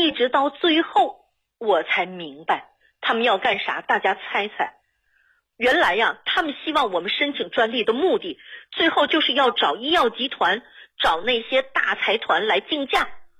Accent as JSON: {"language": "Chinese", "country": "China", "said": "走到那一步我心有不甘呐，我永远忘不了我是中国人呐。"}